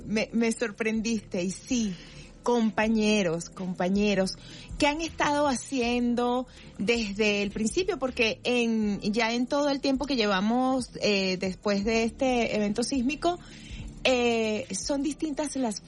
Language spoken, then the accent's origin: Spanish; Venezuela